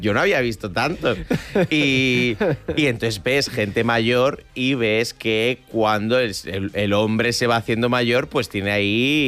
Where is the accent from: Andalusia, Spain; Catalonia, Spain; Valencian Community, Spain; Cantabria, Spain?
Cantabria, Spain; Santander; Yo que soy de Santander, Cantábrico, yo sé muy bien este ascensor testicular, lo tengo dominado.